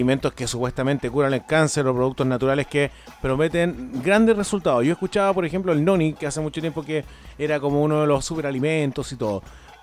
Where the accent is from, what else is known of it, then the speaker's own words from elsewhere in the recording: Talca, Maule, Chile; moved away; yo soy oriundo de la séptima región de Talca, y en la casa donde viví mi juventud, ahí está lleno de naranjos.